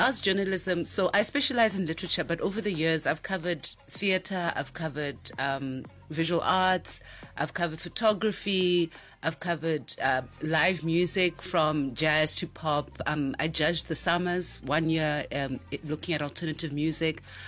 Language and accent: English; South Africa; also born or lived in Bloemfontein / Mafikeng; No, I'm from South Africa.